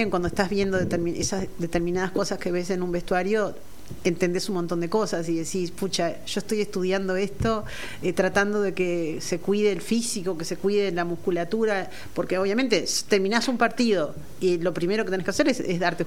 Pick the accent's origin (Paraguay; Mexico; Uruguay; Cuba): Uruguay; nuestra cabeza de uruguayos también es medio cuadrada